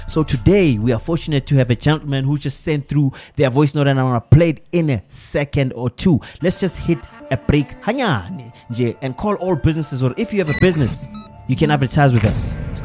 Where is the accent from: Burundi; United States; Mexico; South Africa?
South Africa; Daveyton, Gauteng; I'm from Davidson, just so you know. Ne? Yeah, it's in the east of Ekurhuleni, east of Joburg. Yeah, it's a smaller Yana hood, you know? Yeah, a lot of things happen there. That's where I'm from.